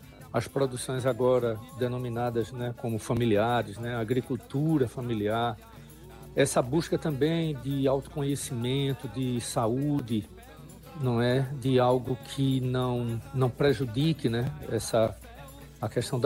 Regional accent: Carpina, Pernambuco, Brazil; na zona da Mata Norte, de onde eu vim, lá de Carpina

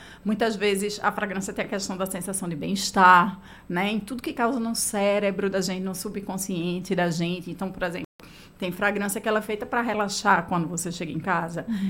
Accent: Northeast Region, Brazil; todos nós, como nordestinos

